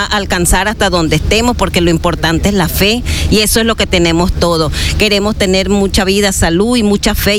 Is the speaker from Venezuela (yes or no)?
yes; Venezuela; moved away as an adult; Yo soy venezolana, estoy acá desde noviembre